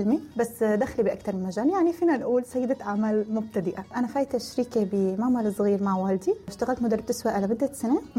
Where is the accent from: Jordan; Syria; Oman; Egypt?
Syria; moved away as an adult; now in Turkey; أنا طلعت من سوريا مثل كل مواليد التسعينات، ما قدرت كفي جامعتي، أخذت البكالوريا طلعت لتركيا